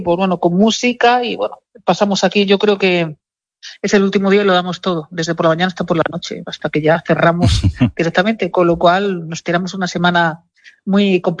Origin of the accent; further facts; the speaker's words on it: Alfacar, Andalusia, Spain; En Alfacar todos tenemos apodos.